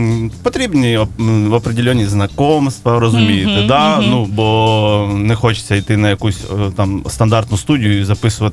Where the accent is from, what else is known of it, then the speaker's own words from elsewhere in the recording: Huliaipole, Zaporizhzhia Oblast, Ukraine; born there; Я сам з Запорізької області, з Гуляйполя, да.